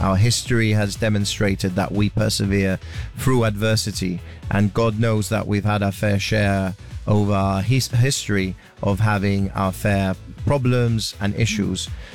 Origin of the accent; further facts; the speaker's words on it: Gibraltar; Yes, we are British, but we also have our unique Gibraltarian identity